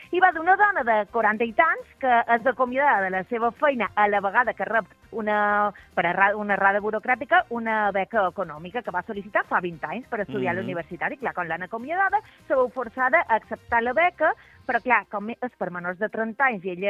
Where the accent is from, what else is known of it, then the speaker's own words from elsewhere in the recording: Porto Cristo, Balearic Islands, Spain; also born or lived in Deià; Estic a Porto Cristo, que són les festes del Carme, en el meu poble.